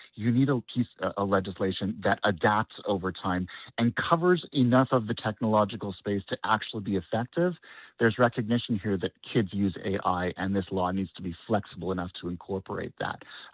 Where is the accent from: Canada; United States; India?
Canada; that to me as a Canadian is unacceptable.